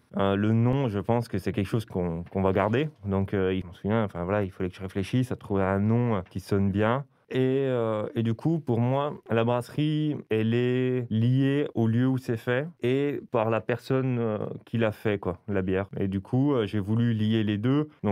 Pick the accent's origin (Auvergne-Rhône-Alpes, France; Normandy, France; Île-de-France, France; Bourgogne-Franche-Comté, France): Bourgogne-Franche-Comté, France; Belfort; now in Strasbourg, France; je viens de Belfort. Du coup, l'Alsace n'est pas très loin de Belfort. Je me suis installé à Strasbourg un peu comme ça, j'ai posé mes valises. Et j'ai posé mes valises dans le quartier du Neudorf.